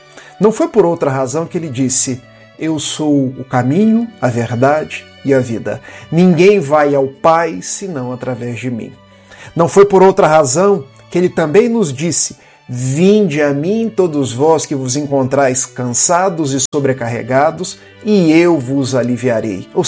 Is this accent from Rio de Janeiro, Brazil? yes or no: yes; Itaperuna, Rio de Janeiro, Brazil; Estou me valendo de uma palavra do interior do estado do Rio, de onde eu sou da cidade de Itapiruna.